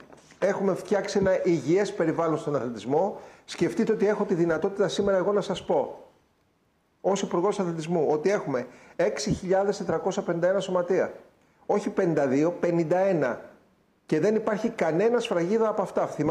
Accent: Greece; ως πολιτικός και ως Έλληνας

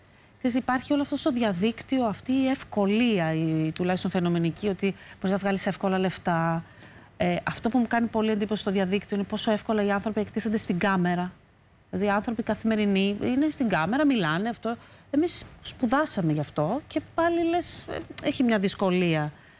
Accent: Athens, Attica, Greece; also born or lived in Crete; Μεγάλωσα εδώ, στην Αθήνα. Δηλαδή τα πρώτα χρόνια στην Κρήτη και μετά στην Αθήνα.

